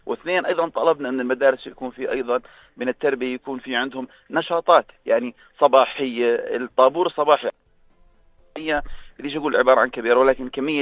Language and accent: Arabic; Jordan; إحنا عندنا بالأردن هون